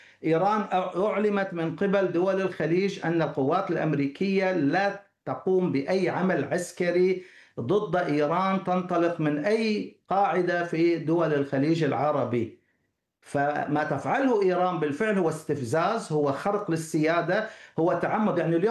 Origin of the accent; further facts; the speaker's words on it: Kuwait; خاصة عندنا في الكويت